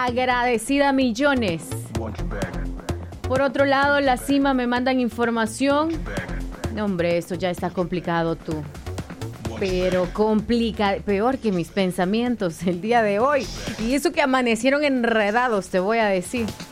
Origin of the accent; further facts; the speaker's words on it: El Salvador; Ya lo sabes, pero como salvadoreños somos. Salvadoreños somos, dicen.